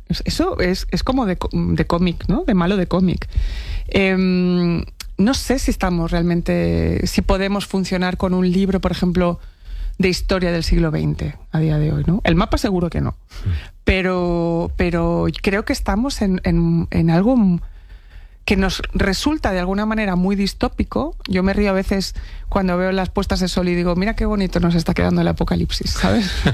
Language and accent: Spanish; Barcelona, Catalonia, Spain; moved away as an adult; also born or lived in Buenos Aires; now in Madrid, Spain; yo, por más que nací en Buenos Aires, he crecido en Barcelona prácticamente toda mi vida, hasta que me vine aquí a Madrid.